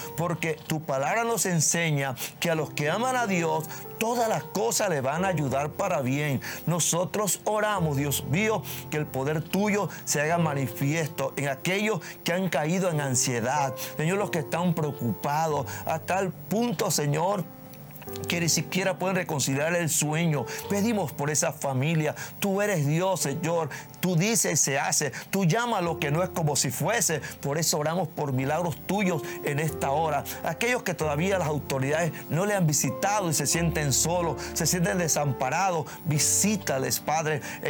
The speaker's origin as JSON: {"language": "Spanish", "country": "Panama"}